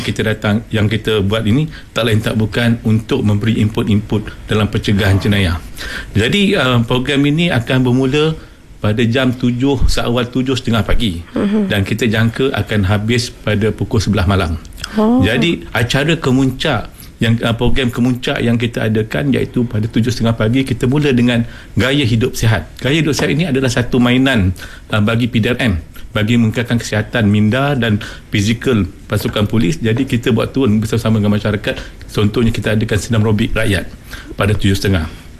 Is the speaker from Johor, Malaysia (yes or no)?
yes; Johor, Malaysia; now in Perak, Malaysia; Saya asal daripada Johor.